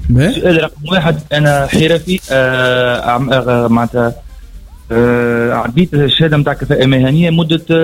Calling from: Sfax, Sfax Governorate, Tunisia; من سفاقس.

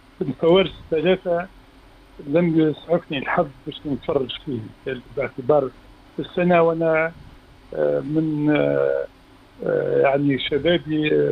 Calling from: Tunisia

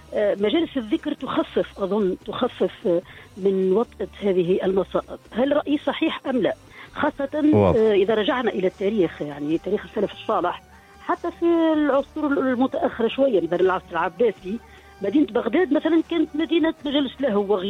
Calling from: Tunis, Tunis Governorate, Tunisia

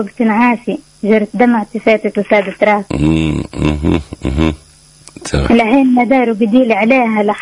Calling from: Ben Gardane, Medenine, Tunisia; من بنجردان.

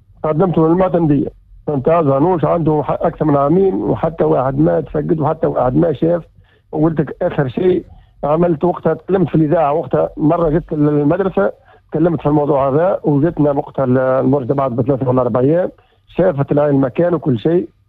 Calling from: Tunisia; معك مواطن من علق.

